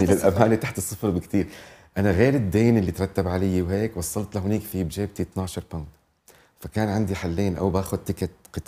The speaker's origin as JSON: {"language": "Arabic", "country": "Syria", "moved": "as an adult", "lives_now": "London, United Kingdom", "said": "نحن كسوريين"}